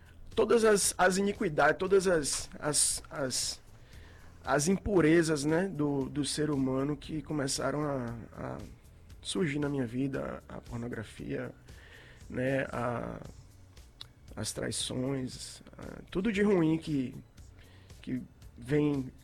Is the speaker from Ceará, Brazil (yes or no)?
no; Cruz das Almas, Bahia, Brazil; moved away as an adult; now in Salvador, Brazil; quando eu cheguei em Salvador, eu sou de Cruz das Almas, você já disse aí, e eu cheguei aqui em Salvador no ano de 2004 para estudar.